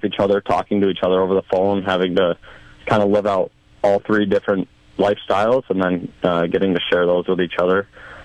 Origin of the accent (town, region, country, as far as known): Pierre, South Dakota, United States; born or raised there; moved away